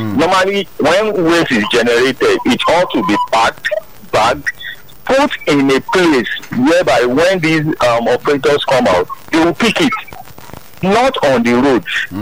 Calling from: Lagos, Nigeria; I'm calling from Ijari.

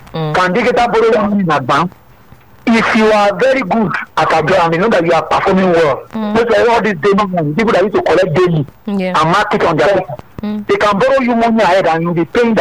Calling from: Victoria Island, Lagos, Nigeria; I'm coming from Victoria Island

